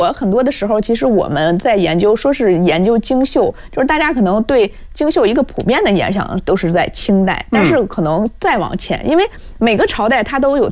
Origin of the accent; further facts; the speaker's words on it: Beijing, China; 那时候我从小是在矿区里长大了。我上了高中才走出矿区。我们就在那个北京房山周口店镇的那个长沟峪煤矿。就是那会儿我们都属于矿务局管。